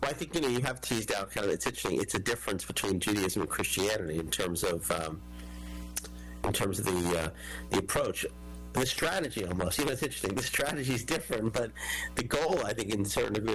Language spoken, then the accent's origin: English; Atlanta, Georgia, United States; moved away as an adult; now in Israel; I grew up in Atlanta.